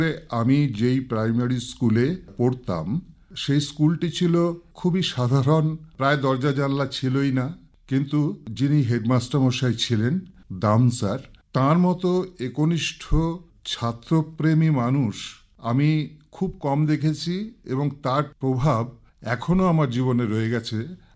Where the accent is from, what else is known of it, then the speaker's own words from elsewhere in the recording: Siliguri, West Bengal, India; আমি এই শহর শিলিগুড়ির ভূমিপুত্র, অর্থাৎ এই শিলিগুড়ির মাটিতেই আমার জন্ম। 1958 সালের 21 জুন।